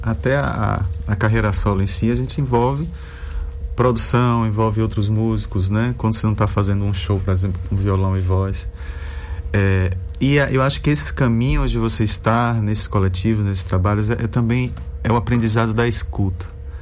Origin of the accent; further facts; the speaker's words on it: Bahia, Brazil; born there; moved away; o local onde eu nasci, a região onde eu nasci, que é a região do semiárido, região ali entre Senhor do Bonfim e Itiúba.